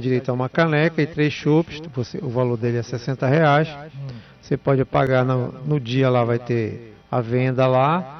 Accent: Portugal; now in Brazil; Sou português.

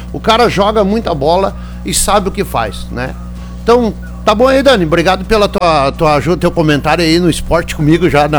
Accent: Brazil; eu sou brasileiro mesmo

